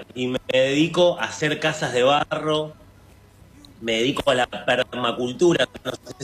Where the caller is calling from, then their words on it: Chapadmalal, Buenos Aires Province, Argentina; Estoy en Chapadmalal